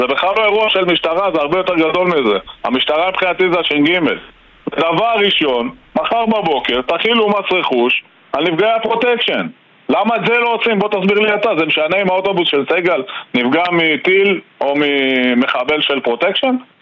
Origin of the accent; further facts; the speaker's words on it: Metula, Northern District, Israel; אני גדלתי במטולה כל החיים שלי.